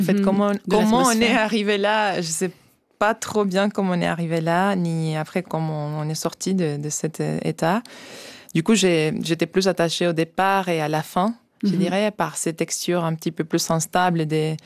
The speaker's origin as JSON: {"language": "French", "country": "Argentina", "said": "Notamment, il y a vraiment toute une tradition aussi chez moi en Argentine et avec les bandoneons"}